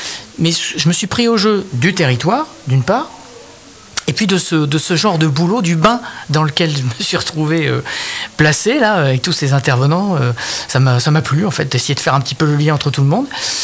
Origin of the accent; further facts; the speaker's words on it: Normandy, France; moved away as an adult; also born or lived in Rouen; now in Clamecy, France; Je viens de Normandie, en fait, à la base. Donc j'ai passé du temps à Rouen. J'ai habité à Rouen pendant 12 ans.